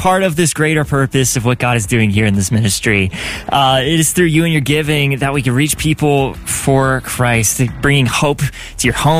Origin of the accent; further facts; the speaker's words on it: Minnesota, United States; moved away; I'm from Minnesota.